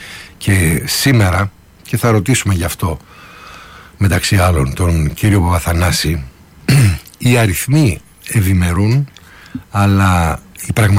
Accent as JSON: {"language": "Greek", "region": "Western Greece", "country": "Greece", "said": "η καταγωγή σας είναι από κάτω, από την πατρίδα μου δηλαδή"}